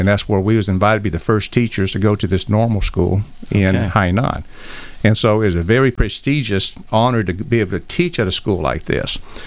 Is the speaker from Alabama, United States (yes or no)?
yes; Alabama, United States; moved away; I'm from Alabama.